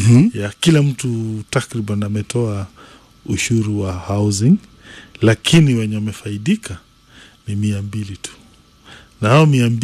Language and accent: Swahili; Murang'a County, Kenya; sisi ambao tumetoka Murang'a, tunaongoza katika ukulima wa majani chai.